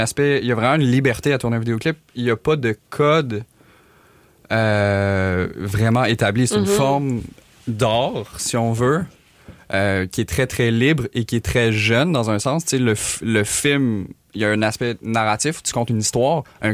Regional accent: Quebec City, Quebec, Canada; now in Montreal, Canada; Je viens de Québec

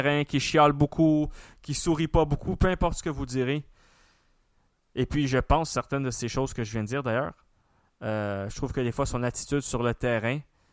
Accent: Montreal, Quebec, Canada

